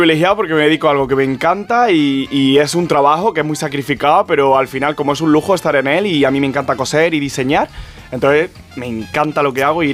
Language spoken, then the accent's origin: Spanish; Andalusia, Spain; me encanta volver a mi tierra, a mi Valle de los Pedroches.